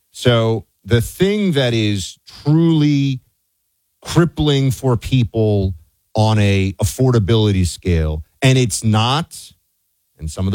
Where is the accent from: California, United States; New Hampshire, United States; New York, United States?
New York, United States; Now, I'm somebody who did move. So I mean, I'm from New York.